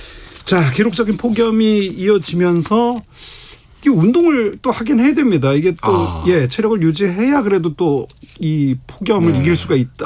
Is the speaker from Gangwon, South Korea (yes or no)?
yes; Gangneung, Gangwon, South Korea; 강릉 사람으로서